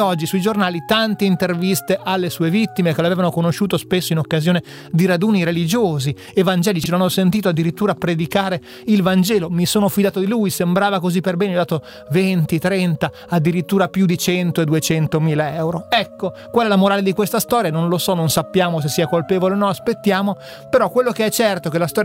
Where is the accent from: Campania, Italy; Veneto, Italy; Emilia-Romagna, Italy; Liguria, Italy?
Emilia-Romagna, Italy; della mia terra, la Romagna